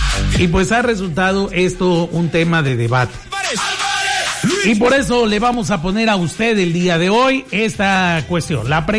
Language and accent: Spanish; Mexico; Y es comprensible, así somos los mexicanos.